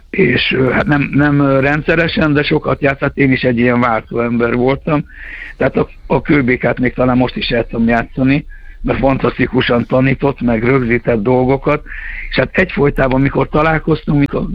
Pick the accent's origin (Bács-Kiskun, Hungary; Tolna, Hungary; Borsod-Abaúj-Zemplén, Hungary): Tolna, Hungary; Ozora; born there; én is Tolna megyébe Ozorán